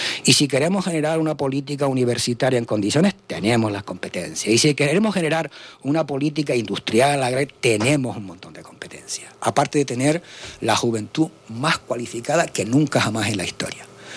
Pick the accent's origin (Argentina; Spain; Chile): Spain; Canary Islands; como canario. Mira, mi generación cuando llegó de Madrid